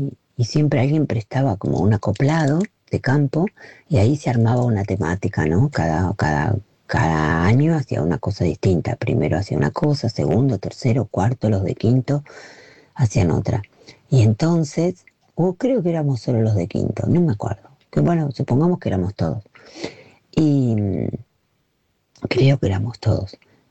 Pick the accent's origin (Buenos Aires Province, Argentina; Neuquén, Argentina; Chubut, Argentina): Buenos Aires Province, Argentina; Verónica; born or raised there